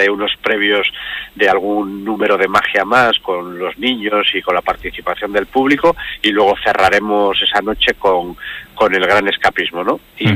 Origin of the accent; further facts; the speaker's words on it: Polanco, Cantabria, Spain; Polanco, que es mi pueblo